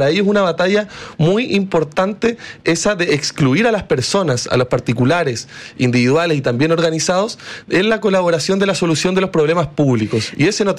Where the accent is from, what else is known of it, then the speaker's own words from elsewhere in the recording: Chile; que nos íbamos a unir como chilenos e íbamos a sacar esto adelante.